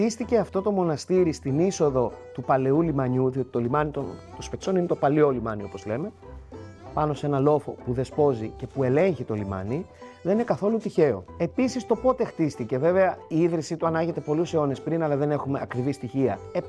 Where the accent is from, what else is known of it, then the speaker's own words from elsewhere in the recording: Piraeus, Attica, Greece; moved away as an adult; now in Spetses, Greece; Τώρα είναι η πατρίδα μου. Πιο πολλά χρόνια έχω ζήσει εδώ, παρά στον Πειραιά που γεννήθηκα και μεγάλωσα.